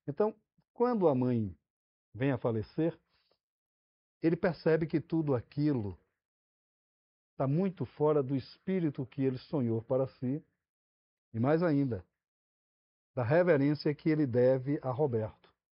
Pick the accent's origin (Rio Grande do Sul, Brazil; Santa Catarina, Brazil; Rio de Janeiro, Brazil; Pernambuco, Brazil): Pernambuco, Brazil; Recife; moved away as an adult; now in Brasília, Brazil; Aos 18 anos saí do Recife e fui morar em Brasília. Moro em Brasília desde então.